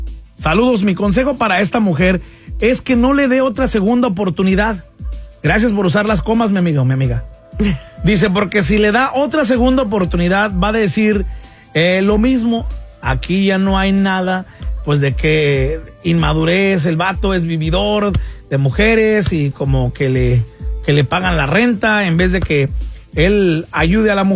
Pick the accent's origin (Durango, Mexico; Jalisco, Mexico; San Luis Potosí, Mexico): San Luis Potosí, Mexico; Pero yo no soy de allá, yo soy de San Luis.